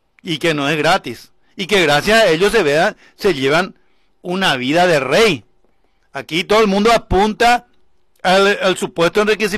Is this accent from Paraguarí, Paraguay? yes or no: yes; Paraguarí, Paraguay